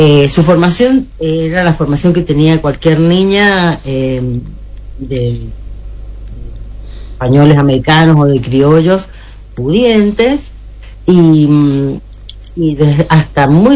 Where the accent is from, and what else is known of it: Argentina